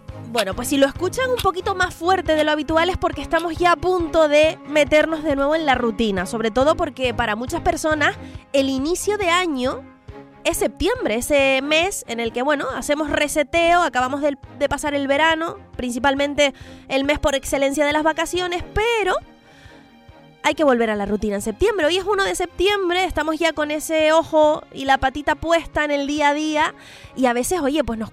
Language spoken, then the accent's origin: Spanish; Santa Cruz de Tenerife, Canary Islands, Spain; somos canarios, somos de Tenerife, chicharreros, sí, vivimos el carnaval aquí